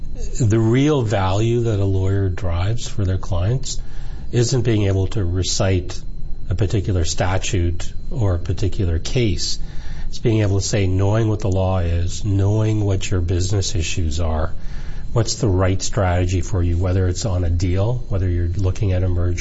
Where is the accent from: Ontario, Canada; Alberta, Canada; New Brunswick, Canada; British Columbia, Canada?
Ontario, Canada; Toronto; I love Toronto. It is my hometown. I think it's, for me, the greatest city in the world.